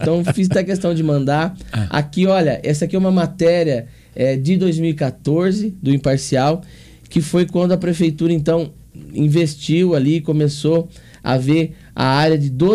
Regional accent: São Paulo, Brazil; lá do nosso querido distrito, onde nasci, cresci, me formei

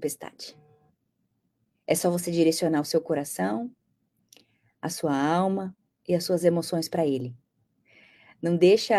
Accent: Brazil; moved away; Eu sou brasileira, tenho uma outra cultura

